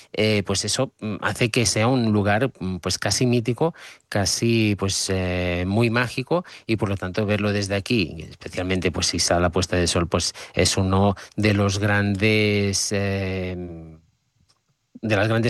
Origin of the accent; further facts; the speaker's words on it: Catalonia, Spain; a mí como catalán pues me hizo ilusión